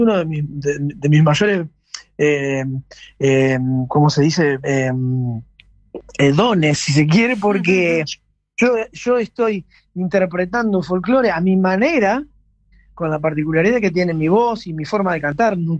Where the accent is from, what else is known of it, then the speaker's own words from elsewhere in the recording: Argentina; Primero que todo somos argentinos.